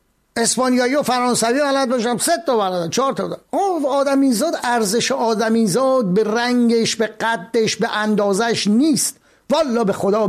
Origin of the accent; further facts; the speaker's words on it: Iran; now in Sweden; منی که از ایران اومدم،